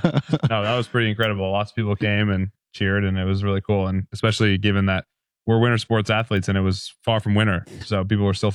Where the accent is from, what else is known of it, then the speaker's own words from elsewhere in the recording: Vermont, United States; a lot of people from my hometown in Southern Vermont, and my mom was there, and just all kinds of Vermonters and friends.